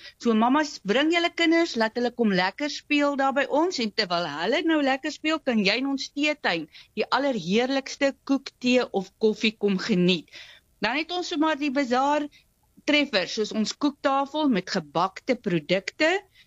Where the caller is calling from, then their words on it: Empangeni, KwaZulu-Natal, South Africa; Goeiemôre Sue, dis … ek is van Empangeni. Ons is so katspoegie weg van Richards Bay af, hier in die lekker warm KwaZulu-Natal.